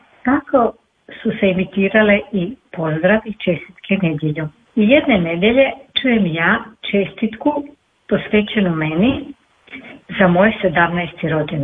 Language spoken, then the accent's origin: Croatian; Istria County, Croatia; Pred 60 godina u mom rodnom gradu u Istri postavljeni su bili razglasi po cijelom gradu